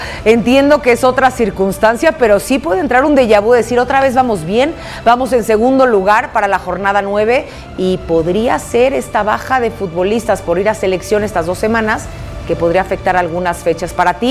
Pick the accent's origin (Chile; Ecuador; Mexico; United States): Mexico; obviamente como mexicanos le deseamos todo el éxito al Vasco Aguirre